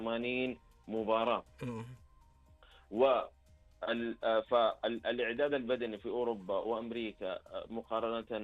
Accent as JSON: {"language": "Arabic", "country": "Saudi Arabia", "said": "هنا عندنا في السعودية"}